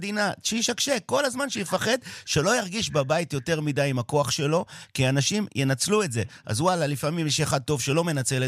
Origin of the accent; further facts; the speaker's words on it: United Kingdom; כן, אני מתנשא בריטי בבסיס שלי.